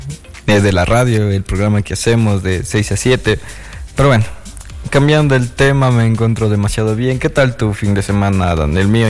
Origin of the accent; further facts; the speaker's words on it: Ambato, Tungurahua, Ecuador; moved away; cuando viajo hacia Ambato, ahí es cuando puedo descansar. Porque aquí es como que, o sea, sí hay descanso, pero no tanto como de tu pueblito o de donde vienes